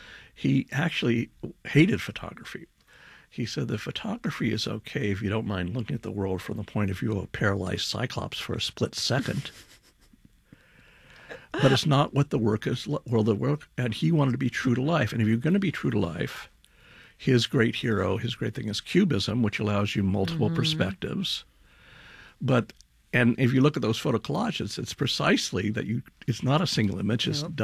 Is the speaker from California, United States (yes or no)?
yes; Los Angeles, California, United States; I grew up in L.A.